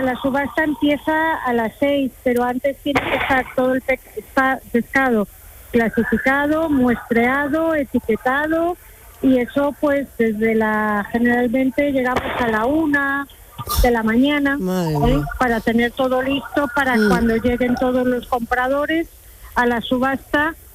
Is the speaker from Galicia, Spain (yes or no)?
yes; Marín, Galicia, Spain; yo soy de Marín, de Galicia